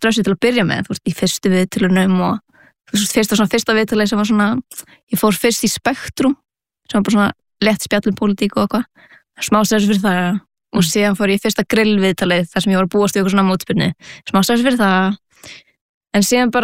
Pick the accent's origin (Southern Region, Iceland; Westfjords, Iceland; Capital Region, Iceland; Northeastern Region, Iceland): Capital Region, Iceland; Reykjavík; ég ólst upp eða fættist í Reykjavík og haf alltaf búið hér bjó fyrstu 7 ár æfuminar á Baldurskötunni neyri bæ og svona miðbæjar barn, mjög típist miðbæjar barn